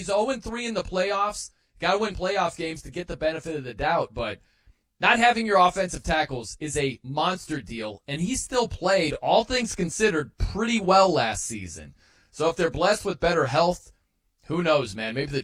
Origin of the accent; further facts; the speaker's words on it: South Bend, Indiana, United States; Aunt, I grew up in South Bend, Indiana. I've been a Dolphins fan my entire life.